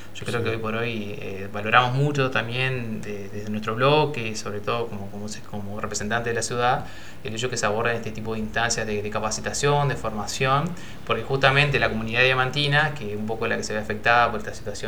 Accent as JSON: {"language": "Spanish", "country": "Argentina", "said": "históricamente como argentino"}